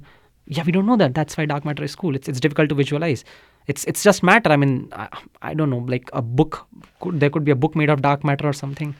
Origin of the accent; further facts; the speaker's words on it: India; moved away; I grew up in India.